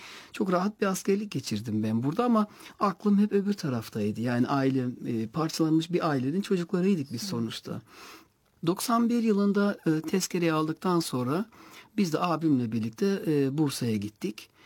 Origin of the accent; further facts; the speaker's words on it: Aytos, Burgas Province, Bulgaria; also born or lived in Kardzhali / Sliven; Dolayısıyla benim bütün anılarım, çocukluk hayallerim, çocukluk anılarım Aytos'la ilgili. İlk dostluklarım, ilk arkadaşlıklarım, ilk çevredeki izlenimlerim hep Aytos'la ilgili.